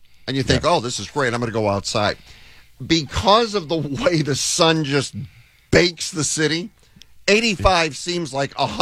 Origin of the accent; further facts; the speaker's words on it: Phoenix, Arizona, United States; moved away; because I'm from Phoenix